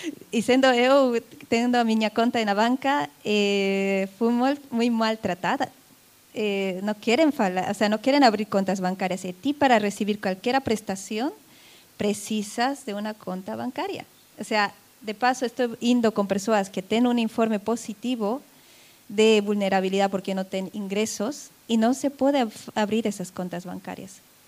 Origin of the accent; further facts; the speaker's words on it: Bolivia; now in Spain; yo como boliviana